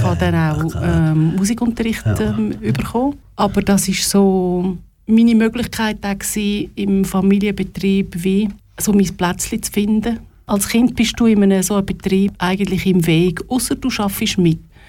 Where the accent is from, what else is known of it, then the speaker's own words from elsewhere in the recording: Linthal, Glarus, Switzerland; Ich bin hinterst im Glarnerland aufgewachsen, also geboren in Glaris und aufgewachsen ganz hinten in Lintal.